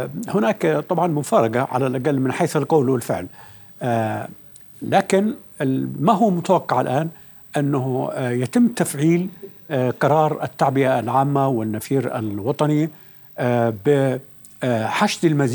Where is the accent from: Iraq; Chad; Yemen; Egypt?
Yemen; قناعتي كيمني